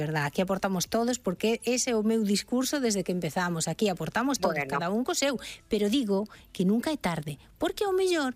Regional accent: Ourense, Galicia, Spain; E agora vámonos directamente a Ourense, que non é porque sexa a miña cidade natal, senón porque é preciosa

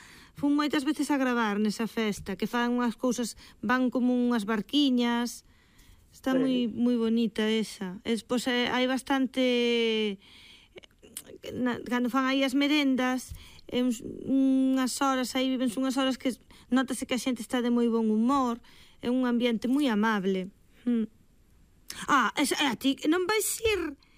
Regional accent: Cedeira, Galicia, Spain; Eu son de Cedeira, sí.

